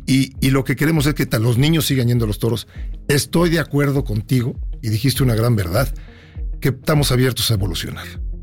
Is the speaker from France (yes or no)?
no; Mexico; nuestra identidad, nuestra cultura, nuestra forma de ser como mexicanos